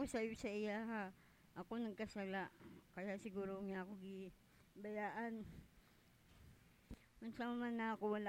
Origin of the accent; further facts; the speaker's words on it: Manila, Metro Manila, Philippines; moved away as an adult; ako taga dire, ako taga Maynila.